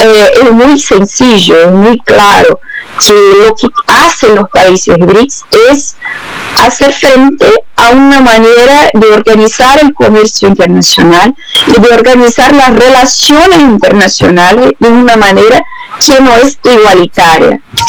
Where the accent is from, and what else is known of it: Brazil